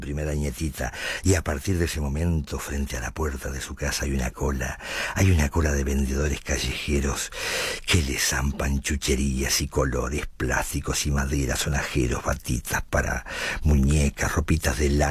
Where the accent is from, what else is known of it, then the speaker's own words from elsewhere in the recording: Uruguay; decía yo, sin darme cuenta, como buen uruguayo, que en cualquier parte del mundo lo más importante es el bebé y no el regalo.